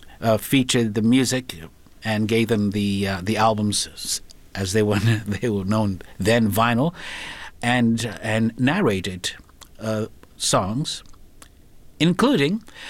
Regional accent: Kenya; moved away; Growing up in Kenya

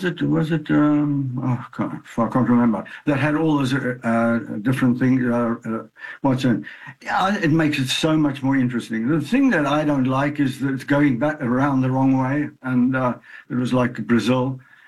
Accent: South Africa; I grew up in South Africa, and yeah.

